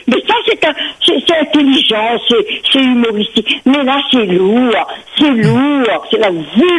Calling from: Réunion; je suis réunionnaise.

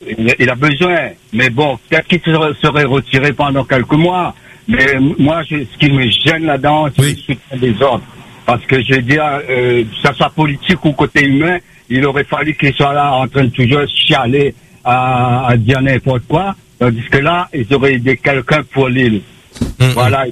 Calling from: France; Notre valeur en tant que Français, en tant qu'humain.

